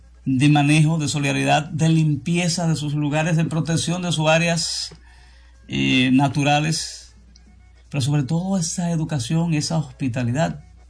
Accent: Dominican Republic

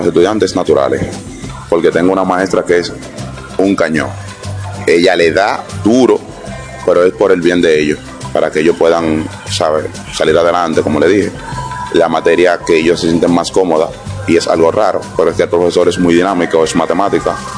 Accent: Las Caobas, Santo Domingo, Dominican Republic; vengo de Las Caobas.

